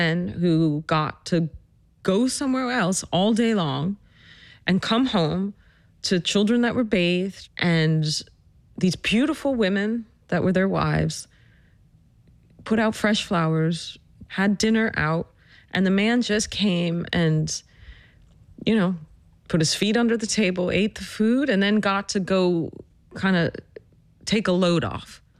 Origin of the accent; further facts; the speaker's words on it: Greenwich, Connecticut, United States; What I saw growing up in Greenwich, Connecticut in the 80s and 90s, when Greenwich was truly the bedroom town of Wall Street